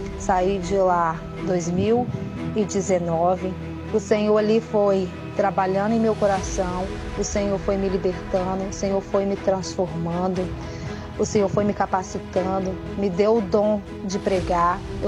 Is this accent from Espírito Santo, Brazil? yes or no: yes; Vitória, Espírito Santo, Brazil; sou de Vitória.